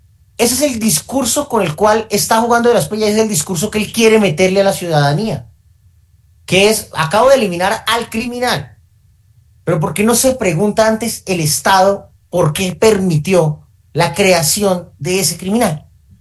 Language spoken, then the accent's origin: Spanish; Santander, Colombia; vuelvo a Santander, mi tierra.